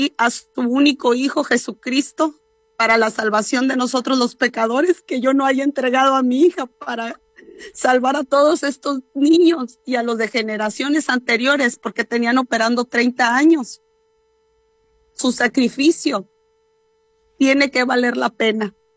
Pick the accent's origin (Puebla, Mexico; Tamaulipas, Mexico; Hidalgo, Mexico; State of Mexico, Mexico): Tamaulipas, Mexico; Ciudad Mante; yo no soy de Madero, yo soy de Mante